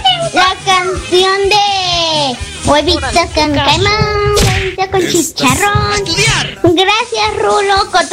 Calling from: Guanajuato, Mexico; de Guanajuato.

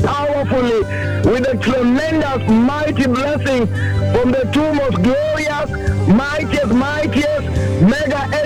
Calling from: Nairobi, Kenya; I'm calling you from Kariobangi here in Nairobi.

